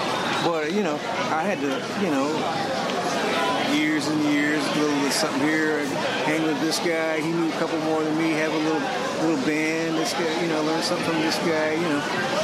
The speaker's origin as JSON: {"language": "English", "town": "Chicago", "region": "Illinois", "country": "United States", "tie": "born or raised there", "also_born_or_lived": "Indianapolis", "said": "I'm from the Midwest. I was born in Indianapolis, grew up around Chicago"}